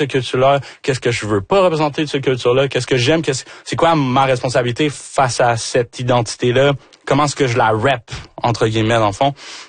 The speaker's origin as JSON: {"language": "French", "town": "Rouyn-Noranda", "region": "Quebec", "country": "Canada", "tie": "born there", "said": "T'sais, moi, je suis Québécois de chez Québécois. Là, je suis né ici, justement, à Rouyn-Noranda."}